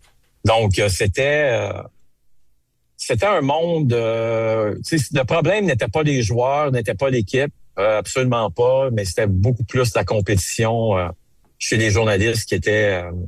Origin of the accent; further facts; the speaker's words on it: Quebec, Canada; moved away as an adult; l'Outaouais, c'est ma région natale.